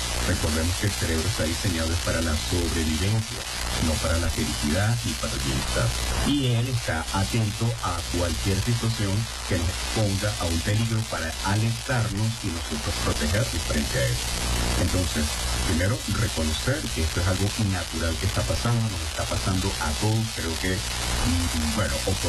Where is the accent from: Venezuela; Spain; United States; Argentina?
Venezuela; porque como venezolano, yo soy, aparte de ser profesional, por supuesto, soy venezolano, soy humano, y esto me conmueve